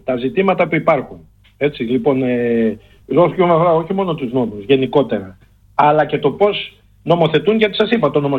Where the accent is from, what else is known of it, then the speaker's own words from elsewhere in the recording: Florina, Western Macedonia, Greece; γεννήθηκα και μεγάλο στη Φλόρινα και πατέρας ο οποίος μιλούσε στο τοπικό ιδίωμα